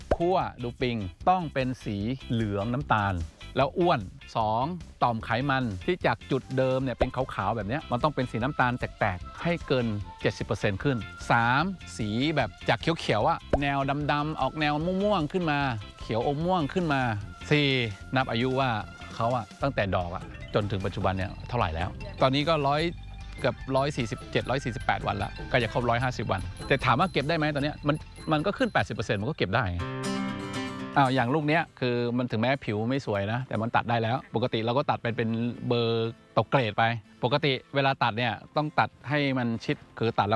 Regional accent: Chiang Mai, Thailand; ผมเป็นคนเชียงใหม่

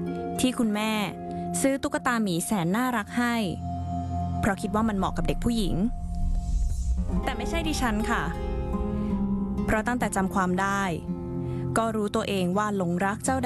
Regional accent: Bangkok, Thailand; born there; เป็นชาวกรุงเทพโดยกำเนิด

